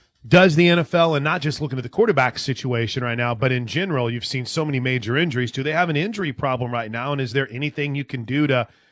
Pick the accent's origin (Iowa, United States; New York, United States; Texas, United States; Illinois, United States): Illinois, United States; I don't know if it's because I grew up in Illinois